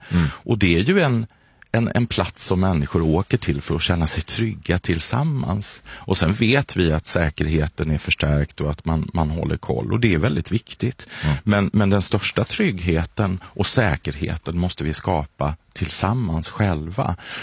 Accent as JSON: {"language": "Swedish", "town": "Kalmar", "region": "Kalmar County", "country": "Sweden", "tie": "born or raised there"}